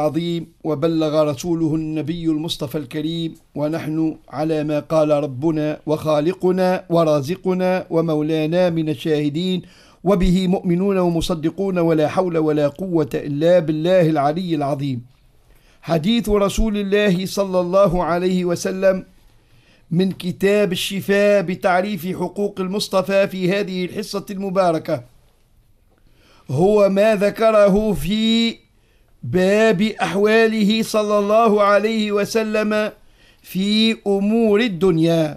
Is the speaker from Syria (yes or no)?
no; Tebourba, Manouba, Tunisia; إحنا عندنا في تونس عائلة المزي في طبربة